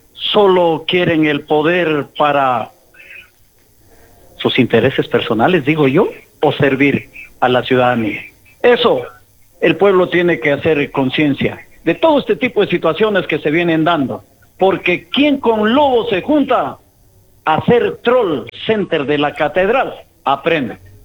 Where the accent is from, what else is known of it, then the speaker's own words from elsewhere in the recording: La Tebaida, Quindío, Colombia; yo soy del barrio donde él nació, donde yo también me crié, acá en La Tebaida.